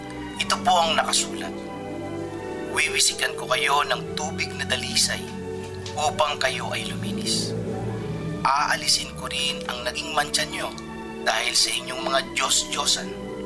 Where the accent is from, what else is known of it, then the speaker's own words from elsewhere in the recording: Calasiao, Ilocos Region, Philippines; now in Hong Kong; Tubong Misaing Kalasyaw, Pangasinan. Ngayon po ay pinagpala kami ng aking pamilya na manirahan sa Hong Kong.